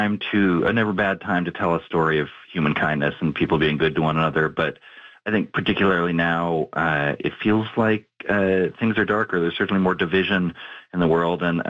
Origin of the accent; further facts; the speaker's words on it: Canada; I mean, it's an incredible story that I'm proud of as a Canadian